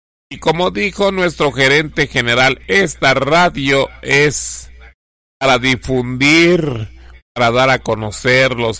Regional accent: Mexico; porque México, somos mexicanos

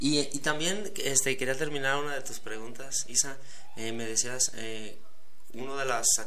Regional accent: Mexico; somos mexicanos

